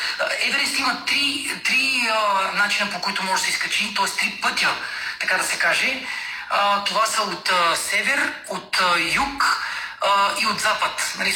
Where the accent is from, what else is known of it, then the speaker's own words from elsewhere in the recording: Razlog, Blagoevgrad Province, Bulgaria; родният ми град, град Разлог.